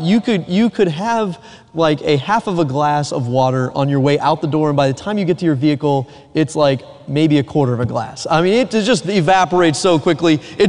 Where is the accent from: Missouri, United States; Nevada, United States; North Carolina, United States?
North Carolina, United States; Raleigh; Growing up on the East Coast in Raleigh area of North Carolina, growing up in the luscious green grass areas of the world